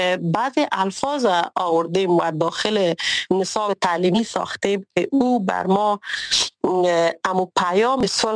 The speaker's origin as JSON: {"language": "Persian", "region": "Kabul", "country": "Afghanistan", "tie": "born or raised there", "said": "از زمانی که تولد شدیم در کابل بزرگ شدیم و در کابل زندگی کردیم"}